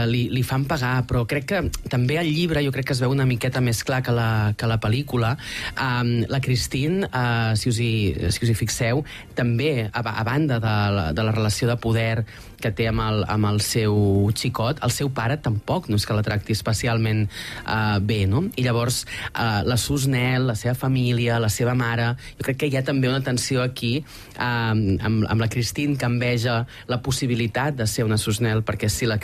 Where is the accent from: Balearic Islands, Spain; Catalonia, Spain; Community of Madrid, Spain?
Catalonia, Spain; nosaltres, com a catalans, com a europeus